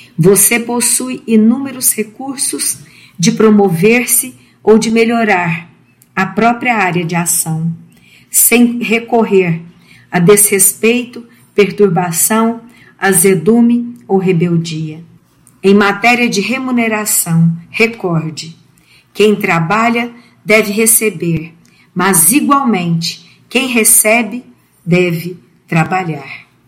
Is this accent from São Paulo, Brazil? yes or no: no; Uberlândia, Minas Gerais, Brazil; sou da cidade de Uberlândia